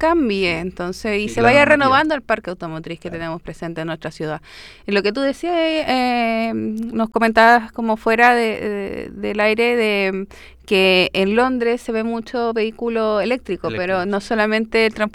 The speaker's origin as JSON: {"language": "Spanish", "town": "San Bernardo", "region": "Santiago Metropolitan Region", "country": "Chile", "said": "con lo que está pasando el alcalde de San Bernardo, que yo soy de allá, tú sabes que yo soy vecina de San Bernardo."}